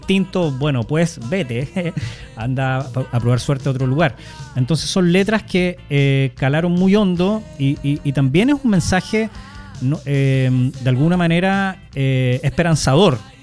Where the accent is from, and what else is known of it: Chile; moved away